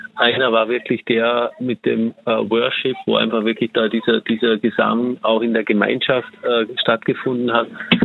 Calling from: Dornbirn, Vorarlberg, Austria; Wir kommen aus Dornbirn und sind mit 6 Kindern dabei und eben mit meiner Frau Veronika.

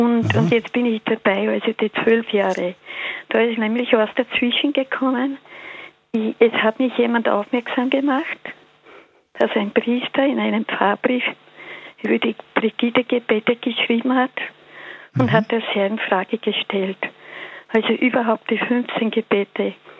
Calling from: Upper Austria, Austria; Ich bin aus Oberösterreich.

